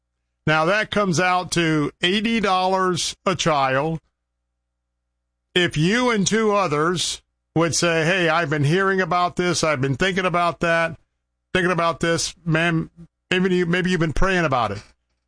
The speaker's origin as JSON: {"language": "English", "town": "Tampa", "region": "Florida", "country": "United States", "tie": "born or raised there", "said": "I'm broadcasting from my hometown right here in Tampa, Florida."}